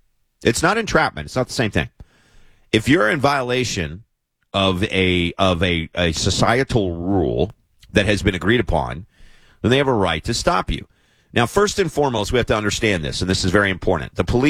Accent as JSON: {"language": "English", "region": "Southeast", "country": "United States", "tie": "born or raised there", "moved": "yes", "lives_now": "San Diego, United States", "said": "I grew up in the Southeast."}